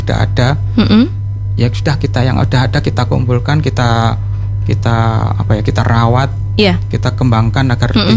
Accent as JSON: {"language": "Indonesian", "town": "Tegal Weru", "region": "East Java", "country": "Indonesia", "said": "Taru itu sebenarnya desa kami, Tegal Weru awalnya."}